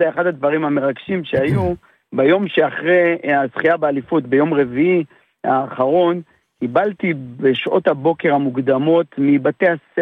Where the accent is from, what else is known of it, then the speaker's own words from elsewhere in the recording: Beersheba, Southern District, Israel; אני נולדתי, גדלתי, התחנכתי באר שבע